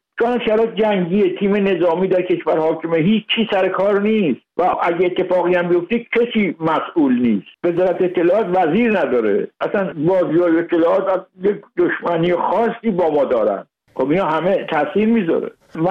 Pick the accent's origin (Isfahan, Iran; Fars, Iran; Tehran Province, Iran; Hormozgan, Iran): Tehran Province, Iran; Tehran; و ما خانه ما تهرانه، ما ساکن تهرانیم.